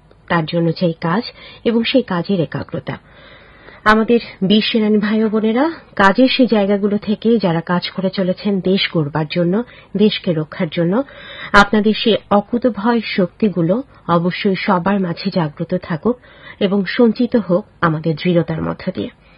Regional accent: Bangladesh; আমরা বাঙালি, বাংলাদেশি।

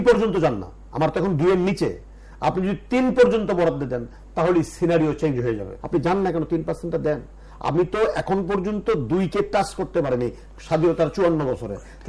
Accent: Bangladesh; born there; আমি খুশি বাংলাদেশের মানুষ হিসেবে, এই দেশে জন্মগ্রহণ করা একজন সন্তান হিসেবে

